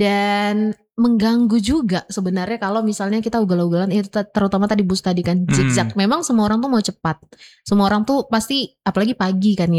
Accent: North Sumatra, Indonesia; sebagai warga Padang Bulan sendiri

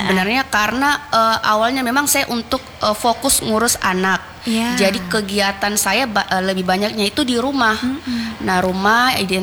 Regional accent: Sulawesi, Indonesia; sebenarnya saya orang Sulawesi asli. Sebenarnya orang Sulawesi. Bapak Bugis, Mama Makassar.

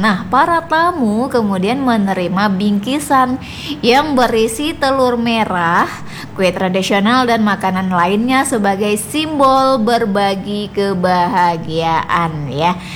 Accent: Riau Islands, Indonesia; Kalau kita Melayu di Natuna khususnya, ya biasanya telur merah itu kadang sering kita temukan apabila ada pawai ya, atau ada acara hataman Quran, atau sunatan ya

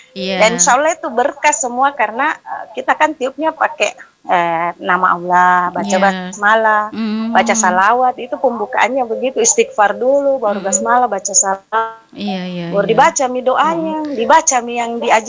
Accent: Makassar, South Sulawesi, Indonesia; kita orang Makassar bilang

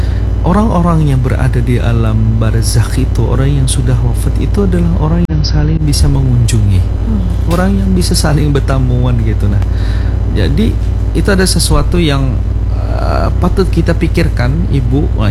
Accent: Banjar, South Kalimantan, Indonesia

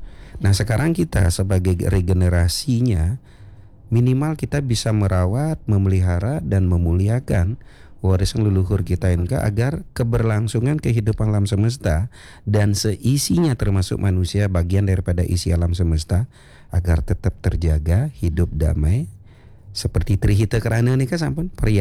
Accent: Bali, Indonesia; kita orang Bali

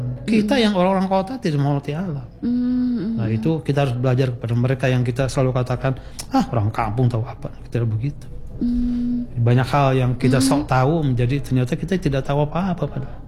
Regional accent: Banten, Indonesia; saya sebagai orang Banten, yang besar di Banten, bisa membedakan dah. Saya pernah kuliah di kota besar di Bandung, di Jakarta.

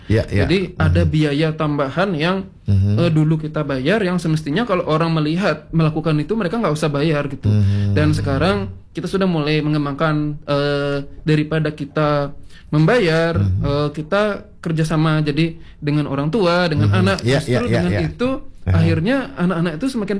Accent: Bali, Indonesia; Jadi bagaimana kita sebagai orang Bali

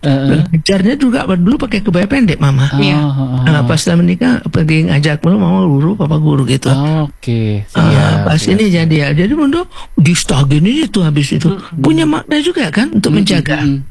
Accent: West Sumatra, Indonesia; Kalau kita Minang gak pakai batik di bawah. Pakai kain gitu dia.

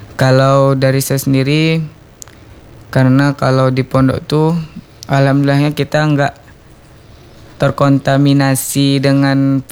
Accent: Pekanbaru, Riau, Indonesia; saya asli Pekanbaru.

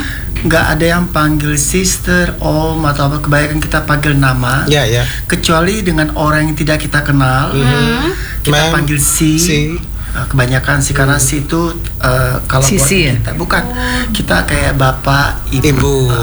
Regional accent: Manado, North Sulawesi, Indonesia; Saya Manado aslinya.

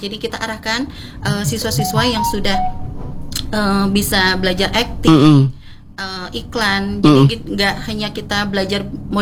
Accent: Bandung, West Java, Indonesia; Saya dari Bandung, saya model.

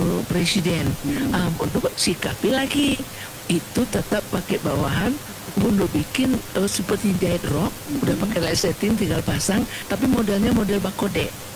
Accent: West Sumatra, Indonesia

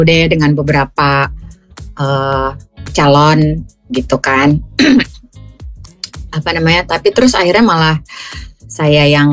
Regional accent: Jakarta, Indonesia; accent: Jakarta; saya meskipun lahir besar di Jakarta, cuma di rumah tuh orang tua logat Papua abis dari kecil.

